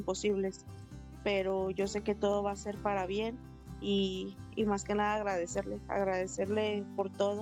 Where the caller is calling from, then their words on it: Tlajomulco de Zúñiga, Jalisco, Mexico; de aquí de Tlajomulco de Zúñiga.